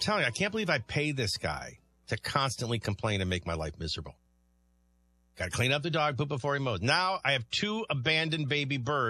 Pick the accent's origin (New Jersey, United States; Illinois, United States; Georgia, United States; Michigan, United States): Illinois, United States; Chicago; But, I mean, I grew up in Chicago, home of the Blackhawks.